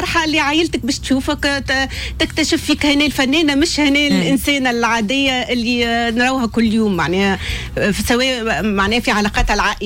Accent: Nabeul, Nabeul Governorate, Tunisia; بما أني أنا أصيلة المدينة.

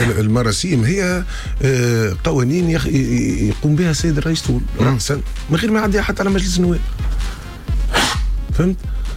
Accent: Tunisia; احنا شعب تونسي

